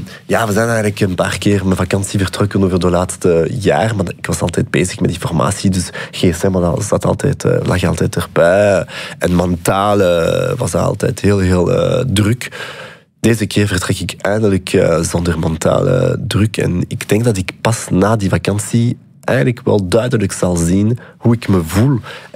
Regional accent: Wallonia, Belgium; Dutch is a second language; now in Brussels, Belgium; aanvankelijk kom ik uit Wallonië, waar het Nederlands echt een vreemde taal is.

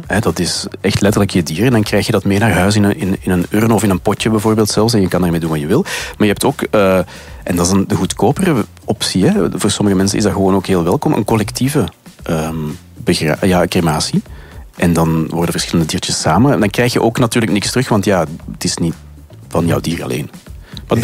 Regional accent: Mechelen, Flanders, Belgium; Nu, wij zijn van Mechelen bijvoorbeeld.

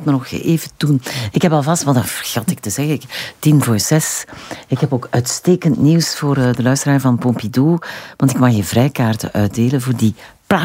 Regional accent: West Flanders, Belgium; accent: West Flemish; soms ben ik een West-Vlaamse

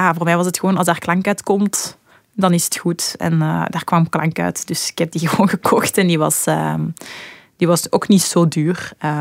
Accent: Turin-la-Grosse, Wallonia, Belgium; Dat is het dorpje waar ik ben opgegroeid met mijn ouders in een huisje. In de Walen, om het zo te zeggen.

